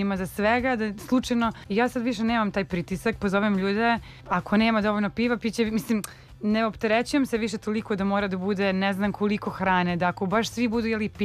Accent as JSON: {"language": "Serbian", "country": "Serbia", "accent": "Serbian", "lives_now": "Slovenia", "said": "nije odmah identifikovao da imam srpski akcenat, nego je mislio da imam akcenat iz jedne druge regije u Sloveniji"}